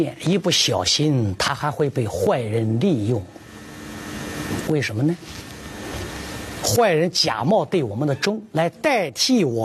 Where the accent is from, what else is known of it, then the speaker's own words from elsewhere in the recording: southern China, China; moved away as an adult; also born or lived in Qinghai; 那我南方人，我吃馒头不习惯